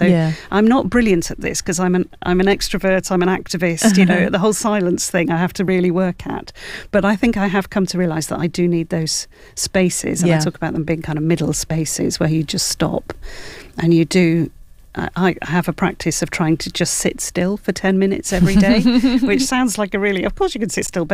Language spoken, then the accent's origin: English; Wales, United Kingdom; I'm Welsh, and so the Welsh revival is in my blood.